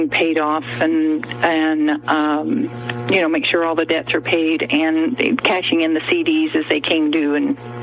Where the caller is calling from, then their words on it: Lake County, Florida, United States